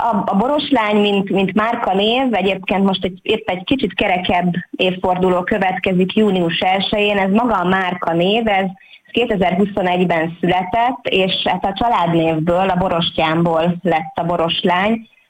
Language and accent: Hungarian; Pázmánd, Fejér, Hungary; born there; Igen, igen, én itt születtem Pázmándon, és ugye hagyományosan nem csak az én családomnak, a férjem családjának is, itt a pázmándi embereknek hagyományosan ez a háztáji szőlőművelés